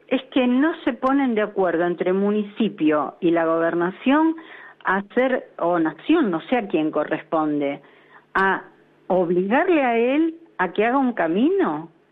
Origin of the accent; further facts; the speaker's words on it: Lanús, Buenos Aires Province, Argentina; born there; yo te cuento que yo nací en Lanús, mi madre vino desde Barracas a un remate y compró dos lotes en Lanús.